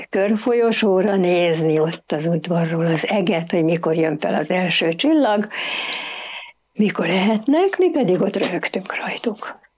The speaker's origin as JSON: {"language": "Hungarian", "region": "Budapest", "country": "Hungary", "tie": "born or raised there", "said": "pszichiáter, 77 éves, Budapesten születtem, és mint egy holokauszt túlélő család, hogy így mondjam, második generációs tagja, Budapesten, a belvárosban, 7. kerületben laktam egy olyan házban, ami annak idején csillagos ház volt."}